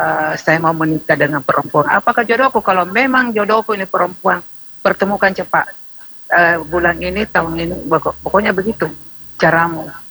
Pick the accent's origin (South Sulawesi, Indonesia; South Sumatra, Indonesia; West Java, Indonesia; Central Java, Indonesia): South Sulawesi, Indonesia; kita orang Bugis Makassar ya.